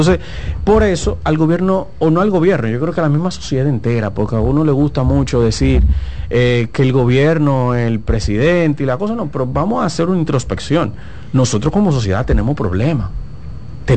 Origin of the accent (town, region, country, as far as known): Dominican Republic